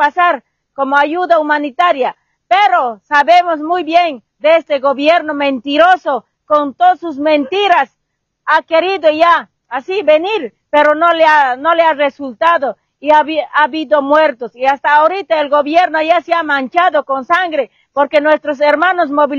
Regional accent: Bolivia; No se deje, hermanos, porque nosotros somos bolivianos.

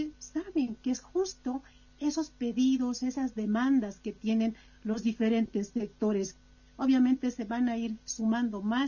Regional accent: Bolivia; todos somos bolivianos

